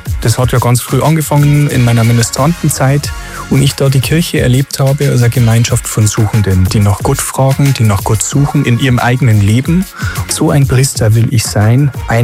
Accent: Geisenhausen, Bavaria, Germany; Da gibt's so viele Ehrenamtliche, die auch in meiner Heimatgemeinde einen wesentlichen Beitrag leisten

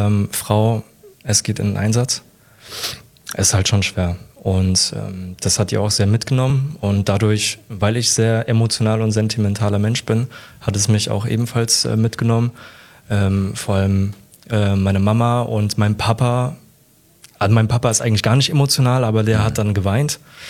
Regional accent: Frankfurt, Hesse, Germany; ich komme aus Frankfurt, sonst wir haben hier keine Berge.

